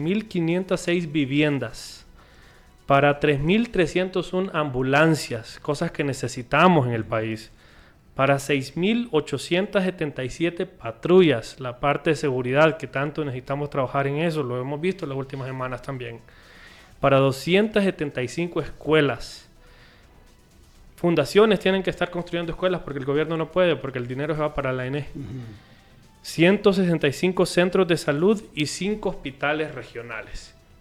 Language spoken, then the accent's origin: Spanish; Honduras; nos merecemos como hondureños